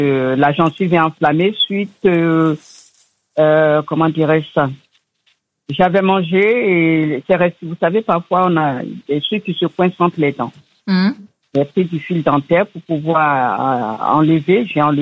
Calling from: Orléans, Centre-Val de Loire, France; Je suis orléanaise, je vous appelle actuellement de Lourdes

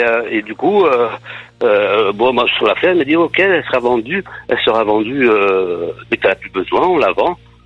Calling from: Saint-Denis-de-Pile, Nouvelle-Aquitaine, France; De Saint-Denis-de-Pile

